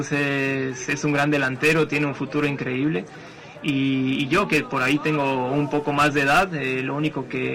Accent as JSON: {"language": "Spanish", "country": "Mexico", "said": "somos mexicanos, somos familia"}